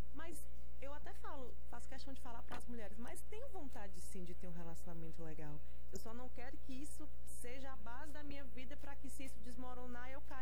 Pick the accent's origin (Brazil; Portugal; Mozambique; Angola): Brazil; Fortaleza, Ceará; Eu sou da Barra do Ceará